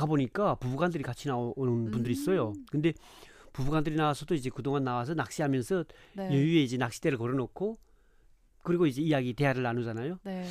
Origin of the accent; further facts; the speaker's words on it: North Korea; now in South Korea; 그러다가 제가 말씨가 이상하니까 북한에서 왔다니까